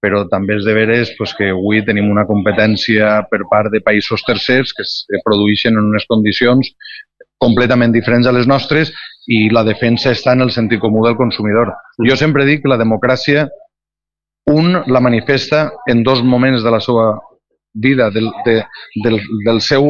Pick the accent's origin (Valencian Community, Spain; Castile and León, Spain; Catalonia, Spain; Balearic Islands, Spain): Valencian Community, Spain; sabent valencià com som valencians i estaguent conforme estem en el mig rural